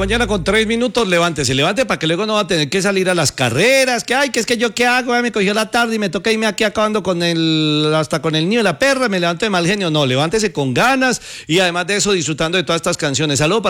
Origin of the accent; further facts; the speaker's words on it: Colombia; los colombianos tenemos algo muy propio y es ese amor que sentimos por nuestra tierra.